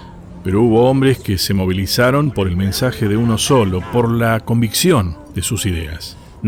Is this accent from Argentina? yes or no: yes; Argentina; como argentinos, herederos de esa visión de patria que San Martín soñó libre y soberana